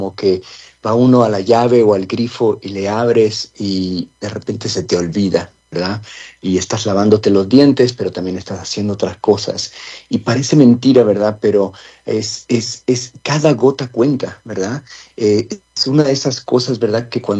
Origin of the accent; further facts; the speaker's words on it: Mexico; now in Denver, United States; Yo crecí en México donde la presión del agua venía de gravedad y del tinaco, ¿verdad? Donde no había esa presión.